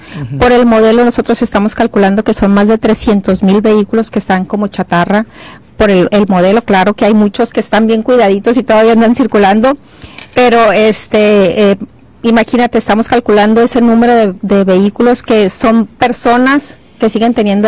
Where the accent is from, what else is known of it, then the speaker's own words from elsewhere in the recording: Sinaloa, Mexico; como buenos conductores, como buenos sinaloenses